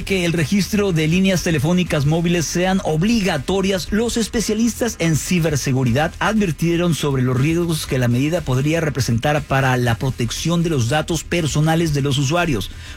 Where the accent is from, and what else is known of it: Mexico